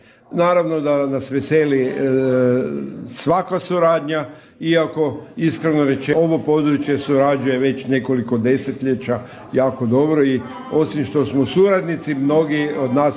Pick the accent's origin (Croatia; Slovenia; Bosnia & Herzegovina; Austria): Croatia; Međimurje County; ja sam iz Međimurja